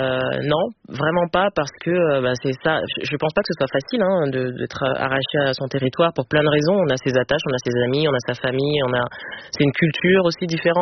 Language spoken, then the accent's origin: French; Villiers-le-Bel, Île-de-France, France; Je suis née à Clamart, mais j'ai grandi à Villers-le-Bel. Puis après, oui, pas mal de déménagement un peu partout en Île-de-France avec un point de chute dans 77.